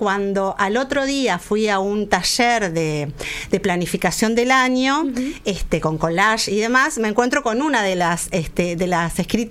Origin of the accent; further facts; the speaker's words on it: Argentina; now in Montevideo, Uruguay; Yo soy argentina, pero bueno, soy uruguaya por adopción. Amo Montevideo.